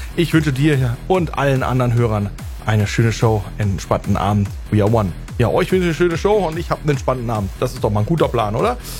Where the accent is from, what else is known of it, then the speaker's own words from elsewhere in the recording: Castrop-Rauxel, North Rhine-Westphalia, Germany; Ja, schöne Grüße an den Jens in meine alte Heimat, Castrop.